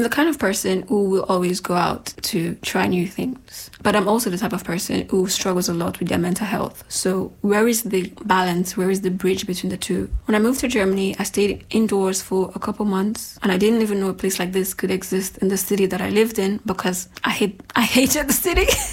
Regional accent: Nigeria; Now let's talk a little bit about my background. I'm from Nigeria, if you could not guess

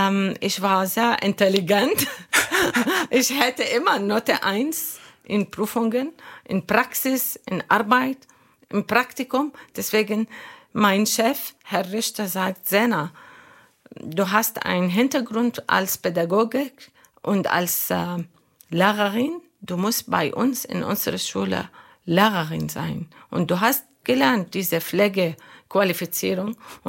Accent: Lebanon; German is a second language; Ich komme aus dem Libanon.

